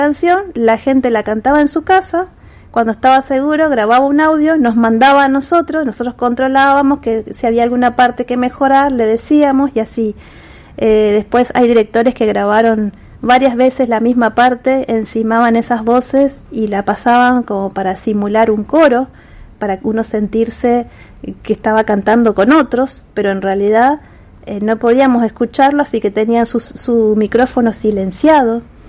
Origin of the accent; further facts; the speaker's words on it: Corrientes, Argentina; now in Santa Fe, Argentina; yo, que soy de Corrientes, donde los coros no son mayoría.